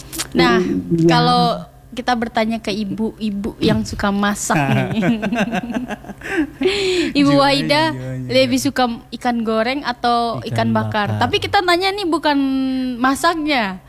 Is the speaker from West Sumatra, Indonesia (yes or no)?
yes; Padang, West Sumatra, Indonesia; Iya kalau saya kayak di daerahku tuh di Padang tuh kalau ikan bakar tuh bumbunya lebih banyak bumbunya dipakein.